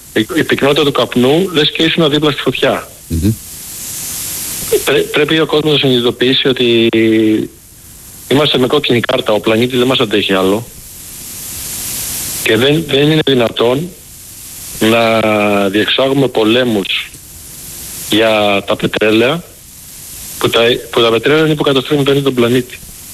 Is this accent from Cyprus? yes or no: no; Patras, Western Greece, Greece; now in Chicago, United States; ήμουν στο χωριό μου στην Πάτρα